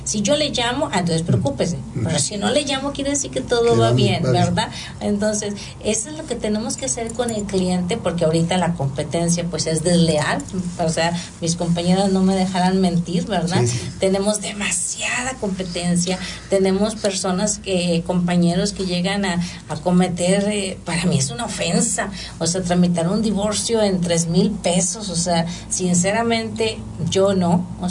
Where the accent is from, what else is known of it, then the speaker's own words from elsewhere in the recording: Agujita, Coahuila, Mexico; moved away as an adult; also born or lived in Saltillo; Ustedes, pues, gracias a Dios, eran de la capital del estado, pero pues yo no, yo sí tuve que emigrar de Agujita, tuve que emigrar a Saltillo para poder estudiar mis 5 años en la universidad.